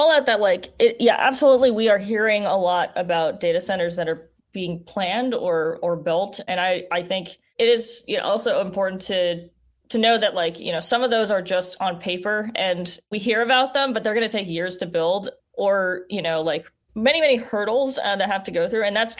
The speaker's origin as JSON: {"language": "English", "town": "Las Vegas", "region": "Nevada", "country": "United States", "said": "I'm from Las Vegas, by the way."}